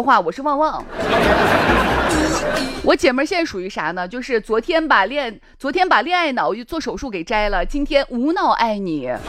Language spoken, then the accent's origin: Chinese; Shaanxi, China; 就我们陕西人啊